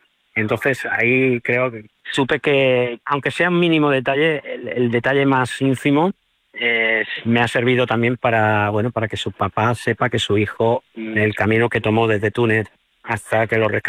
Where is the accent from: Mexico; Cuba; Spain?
Spain; Ceuta; born or raised there